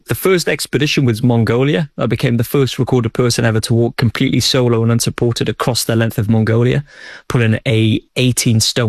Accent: Old Colwyn, Wales, United Kingdom; born or raised there

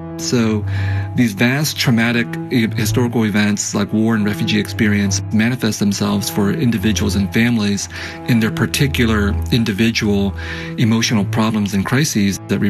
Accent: United States; also born or lived in Vietnam; I was growing up in the United States in the 70s and 80s

